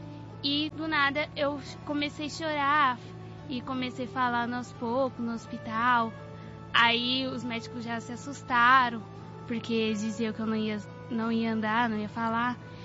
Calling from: São Paulo, Brazil; eu sou do Itaí Paulista.

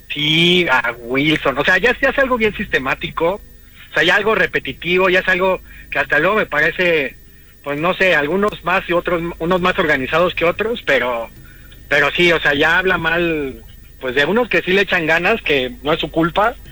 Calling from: Mexico City, Mexico; De la Ciudad de México.

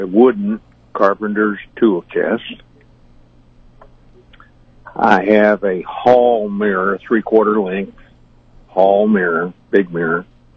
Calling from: Marshall, Missouri, United States; From Marshall, sir.

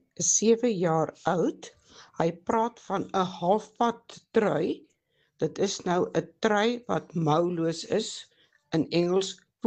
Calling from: Benoni, Gauteng, South Africa; van Benoni.

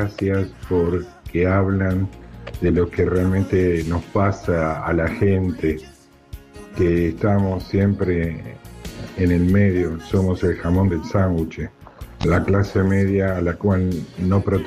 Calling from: Buenos Aires, Argentina; de Parque Chacabuco 084

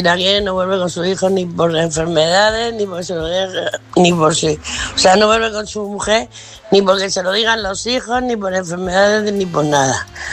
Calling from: Murcia, Region of Murcia, Spain; de Murcia

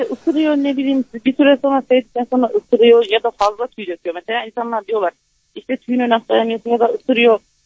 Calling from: Konya, Turkey; Konya'dan.

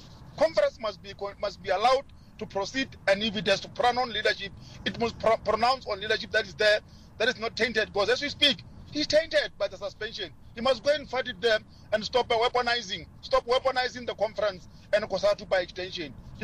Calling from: Limpopo, South Africa; here in Limpopo.

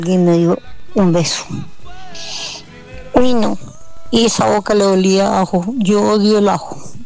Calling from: Argelia, Valle del Cauca, Colombia; Yo soy una vereda de Argelia Valle.

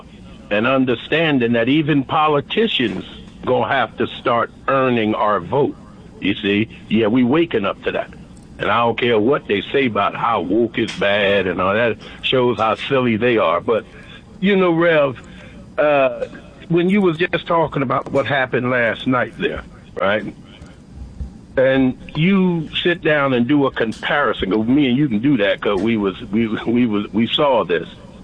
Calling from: Philadelphia, Pennsylvania, United States; No, I think … from Philadelphia.

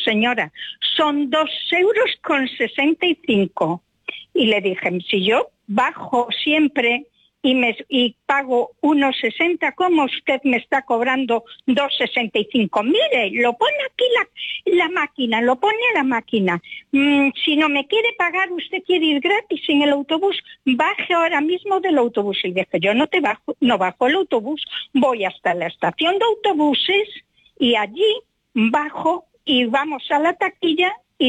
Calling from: Pontevedra, Galicia, Spain; De Mourente.

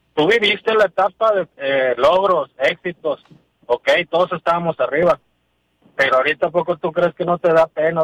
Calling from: Monterrey, Nuevo León, Mexico; Yo soy de aquí, de Monterrey.

